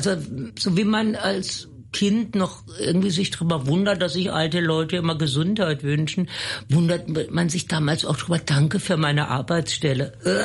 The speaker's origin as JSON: {"language": "German", "region": "Baden-Württemberg", "country": "Germany", "said": "Ja, ich bin am Heiligen Drei Königstag geboren. Es war in Baden-Württemberg immer ein Feiertag"}